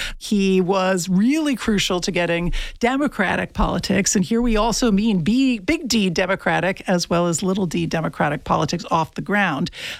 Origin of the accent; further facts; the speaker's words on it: Connecticut, United States; So I come from Connecticut. No one talks about Connecticut history.